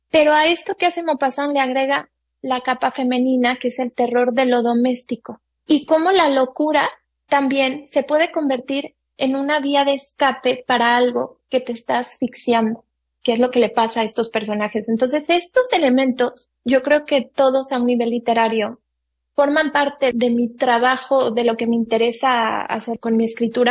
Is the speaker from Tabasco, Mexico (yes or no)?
no; Irapuato, Guanajuato, Mexico; moved away as an adult; Yo no soy de Guanajuato capital, soy de Irapuato